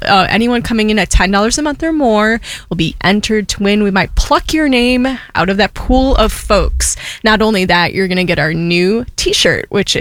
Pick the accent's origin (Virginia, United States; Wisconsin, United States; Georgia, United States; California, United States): Wisconsin, United States; West Bend; now in Milwaukee, United States; in West Bend, my hometown.